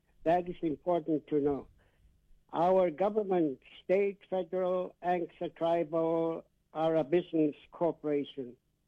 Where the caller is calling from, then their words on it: Napakiak, Alaska, United States; It's from Napakiak, not Napakiak.